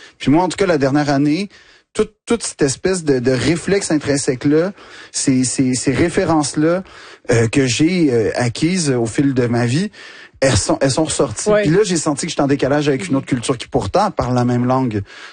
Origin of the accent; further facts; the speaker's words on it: Montreal, Quebec, Canada; Moi, j'ai grandi dans l'Ouest Island. Puis, ce qui veut dire que j'ai probablement grandi dans ce qui est le bastion anglophone du Québec, carrément.